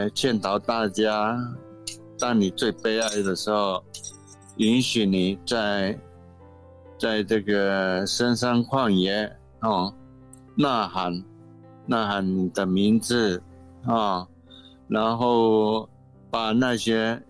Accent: Yuli, Hualien County, Taiwan; 那我来自于花莲玉里乐和哈拉湾部落。

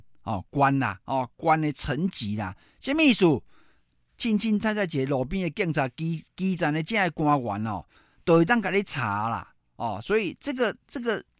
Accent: Taiwan; 啊，奇怪呢，是我们台湾人还有一些亲中人士

